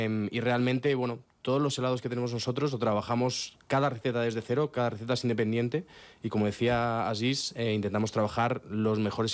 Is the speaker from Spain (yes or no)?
yes; Spain; now in Madrid, Spain; como yo soy español y él es libanés